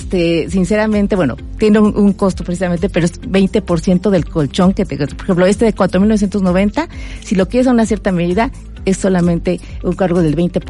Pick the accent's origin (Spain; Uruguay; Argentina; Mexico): Mexico; Puebla; y sobre todo de los poblanos, siendo una poblana de origen, hemos leído perfectamente la necesidad del cliente poblano